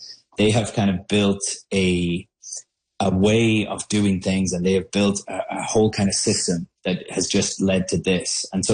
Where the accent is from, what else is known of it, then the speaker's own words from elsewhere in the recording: Ireland; moved away as an adult; now in Canada; as you can tell, I'm from Ireland myself. Mm-hmm. I've been in Canada. I've been in Canada 12, 13 years.